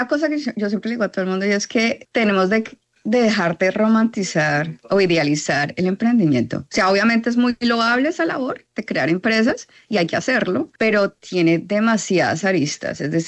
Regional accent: Neiva, Huila, Colombia; now in Boston, United States; Yo soy de Neiva, huilense. Lo conozco en Boston en el 2007

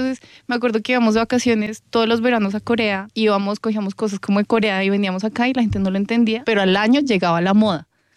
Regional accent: Bogotá, Colombia; Yo nací en Bogotá, pero la gente tiene el descaro de decir de dónde soy yo, pero yo les voy a decir, yo soy colombiana, pero también soy muy coreana.

